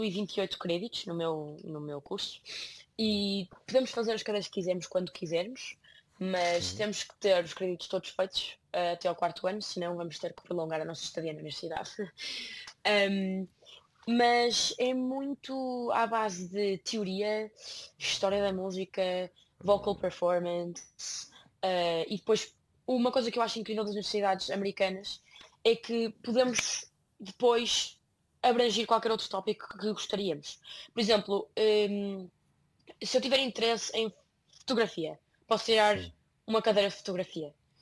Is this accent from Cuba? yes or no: no; Portugal; moved away; Eu nasci e cresci em Portugal, não é? E tenho família de lá.